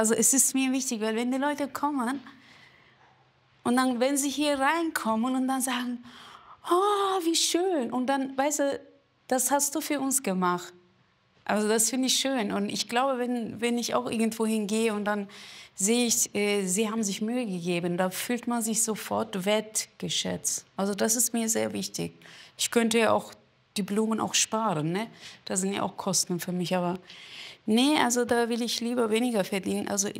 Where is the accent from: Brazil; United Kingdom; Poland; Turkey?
Turkey; Vor allem die Frauen aus der Region, wo ich herkomme. Wir sind sehr fleißig und wir sind auch sehr stark.